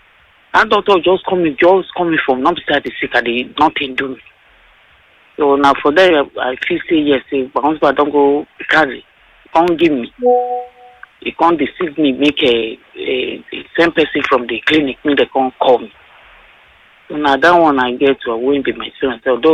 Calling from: Lagos, Nigeria

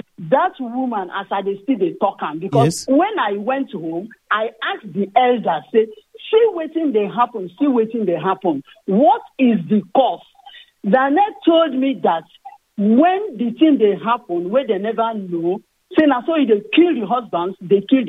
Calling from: Delta, Nigeria; I come from Delta State, Ndokwa East.

